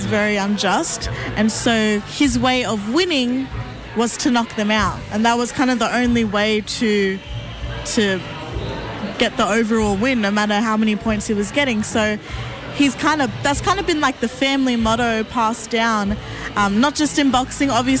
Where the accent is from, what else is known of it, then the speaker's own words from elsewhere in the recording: Campbelltown, New South Wales, Australia; I was born and raised on Darul Land out Campbelltown, Sydney, Australia. And I'm a proud Gamilaroi woman.